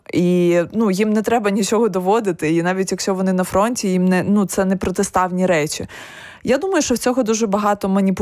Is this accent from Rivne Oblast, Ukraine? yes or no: no; Kyiv, Ukraine; там в моєму рідному Києві знищено і продовжує нищитися така величезна кількість історичних споруд